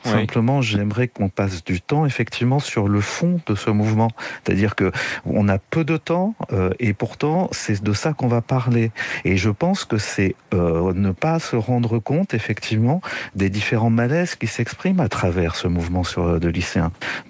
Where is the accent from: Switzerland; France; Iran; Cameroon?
France; Bordeaux, Nouvelle-Aquitaine; En tant que Bordelais